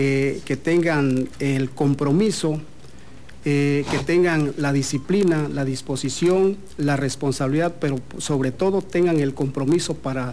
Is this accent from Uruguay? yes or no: no; Mexico; nosotros como mexicanos